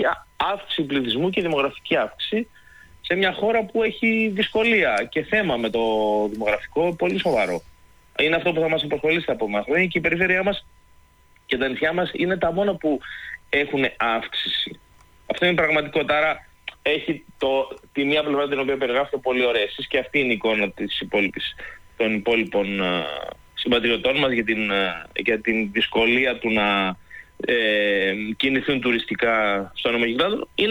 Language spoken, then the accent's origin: Greek; Tinos, South Aegean, Greece; Εντάξει, καθώς είμαι από την Τίνο δεν μπορώ να μην ξεχωρίσω την Τίνο, αλλά...